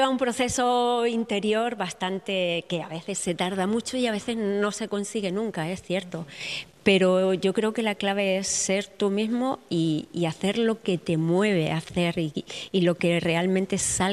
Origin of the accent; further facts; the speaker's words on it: Extremadura, Spain; moved away; a mi tierra, al territorio y del territorio captar la esencia y esa esencia que llevo yo dentro por ser Verata